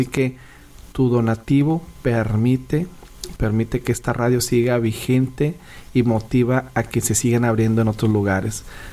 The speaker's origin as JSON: {"language": "Spanish", "town": "Culiacán", "region": "Sinaloa", "country": "Mexico", "said": "Mañana ya estamos en Culiacán, Sinaloa, una tierra donde mi pueblo, mi gente, se los digo, está sufriendo constantemente."}